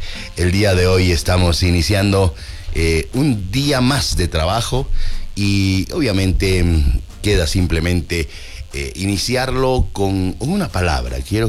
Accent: Bolivia; Reflexionar como bolivianos

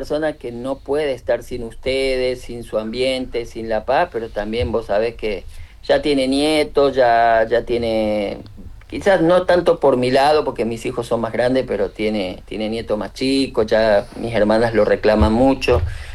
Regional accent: La Paz, Bolivia; Yo lamento esta situación en mi país, principalmente en La Paz, en mi ciudad.

